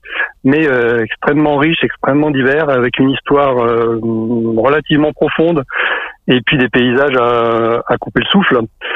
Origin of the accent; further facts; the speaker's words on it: Vichy, Auvergne-Rhône-Alpes, France; also born or lived in Bayet (Val de Sioule area); moi, je suis natif de Vichy, mais ma famille était originaire de Bayeux, donc j'ai grandi en partie là-bas.